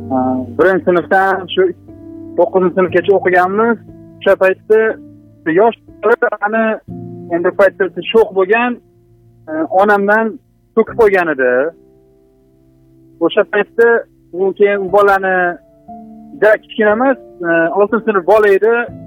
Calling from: Kokand, Fergana Region, Uzbekistan; aka, Qo'qondan.

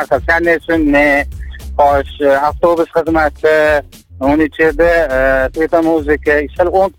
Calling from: Tashkent, Uzbekistan; Toshkentdan.

